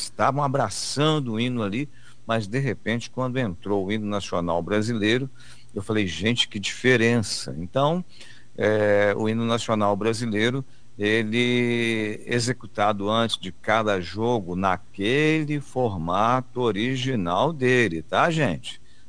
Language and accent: Portuguese; Brazil; como nós brasileiros, brasileiro raiz